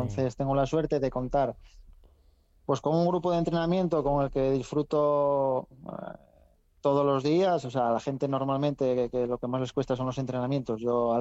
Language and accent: Spanish; Ribadesella, Asturias, Spain; Bueno, a ver, yo soy de Ribadesella y entreno en Ribadesella